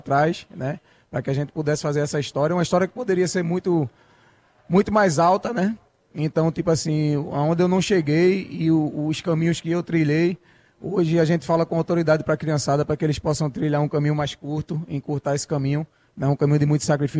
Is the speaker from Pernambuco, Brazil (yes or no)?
yes; Pernambuco, Brazil; eu sou pernambucano